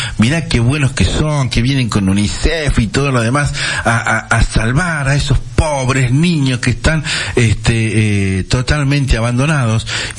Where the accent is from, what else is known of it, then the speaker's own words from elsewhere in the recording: Argentina; nosotros como argentinos